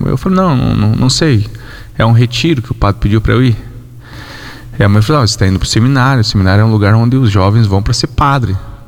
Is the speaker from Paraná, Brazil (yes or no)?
yes; Foz do Iguaçu, Paraná, Brazil; Eu sou natural de Foz do Iguaçu, né? Uhum. Nasci em Foz do Iguaçu, lá pelos 15 anos de idade eu ingressei no seminário em Medianeira.